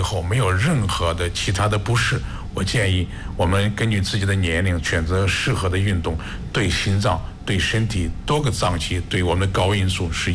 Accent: China

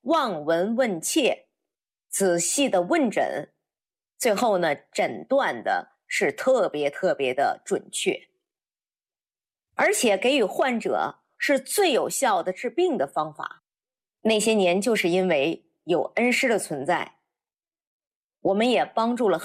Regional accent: Inner Mongolia, China; 我呢是在内蒙古草原长大的

